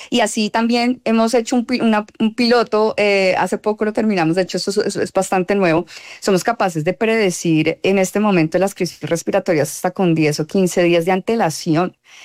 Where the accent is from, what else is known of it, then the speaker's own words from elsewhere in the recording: Colombia; para mí como colombiana